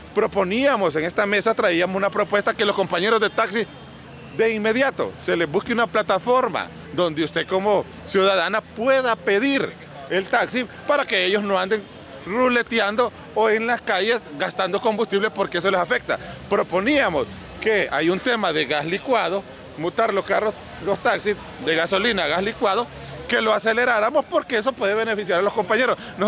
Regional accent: Honduras

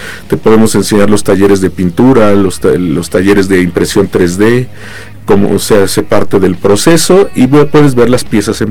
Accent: Querétaro, Mexico; somos queretanos y todo el apoyo. Y muy orgullosos y todo el apoyo que nos han dado.

